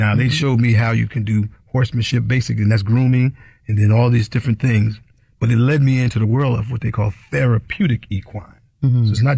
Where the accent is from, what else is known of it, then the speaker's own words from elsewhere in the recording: New York, United States; Well, you know, I had this dream coming up, growing up in New York in Hudson Valley